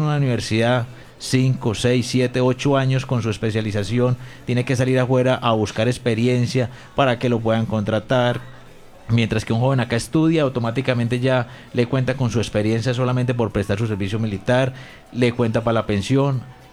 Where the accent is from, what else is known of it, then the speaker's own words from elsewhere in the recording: Ciudad Bolívar, Antioquia, Colombia; moved away; Yo, por ejemplo, soy de Ciudad Bolívar, Antioquia. Nunca había salido del pueblo hasta que me vine acá a la Armada Nacional